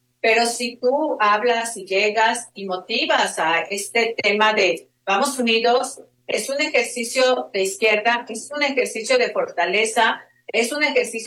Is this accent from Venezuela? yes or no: no; Guerrero, Mexico; moved away as an adult; now in Mexico City, Mexico; somos muy apasionados los de Guerrero, pero más allá de ese tema, pues soy de Guerrero